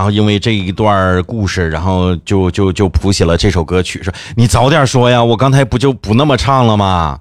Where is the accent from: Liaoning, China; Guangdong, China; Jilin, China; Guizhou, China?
Liaoning, China; 我一个辽宁人，我了解苏家屯不正常吗？咱们都是屯里人。